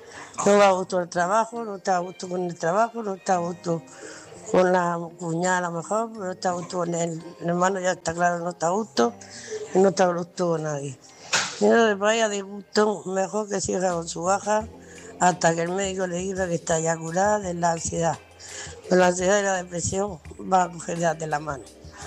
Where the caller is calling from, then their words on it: Murcia, Region of Murcia, Spain; de Murcia